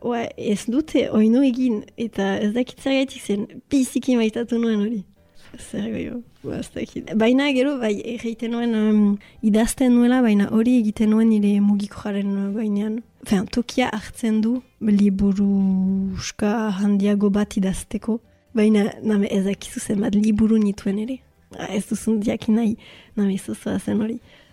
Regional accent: Bayonne, Nouvelle-Aquitaine, France; Baionakoa naiz eta bon, oztakit importantea den ugoita amabost urte ditut.

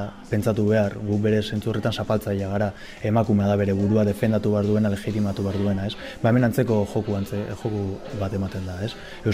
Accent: Bilbao, Basque Country, Spain; Herrian bizi gara, ni berez Bilbotarra naiz

